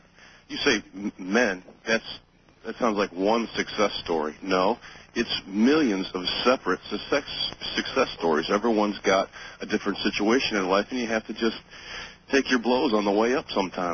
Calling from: Nashville, Tennessee, United States; from Nashville.

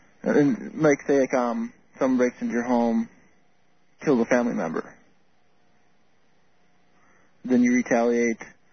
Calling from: Minneapolis, Minnesota, United States; from Minneapolis.

